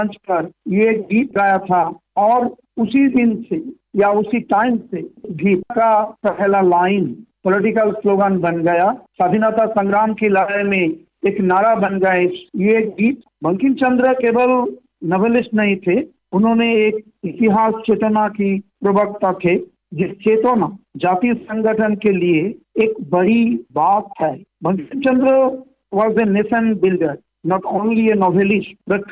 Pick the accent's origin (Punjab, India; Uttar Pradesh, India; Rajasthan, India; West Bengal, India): West Bengal, India